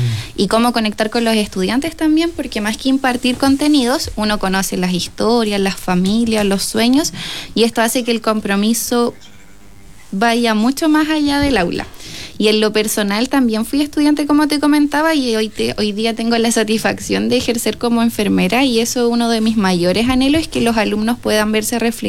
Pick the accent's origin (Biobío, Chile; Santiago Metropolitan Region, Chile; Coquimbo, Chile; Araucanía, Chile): Araucanía, Chile; Gorbea; Soy de Gorbea